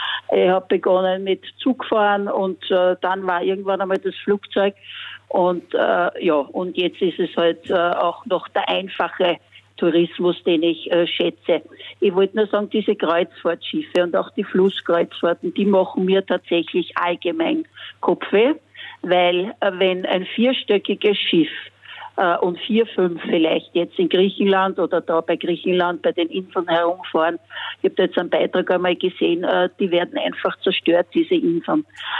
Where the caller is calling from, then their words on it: Vienna, Austria; Also ich bin eine Wienerin.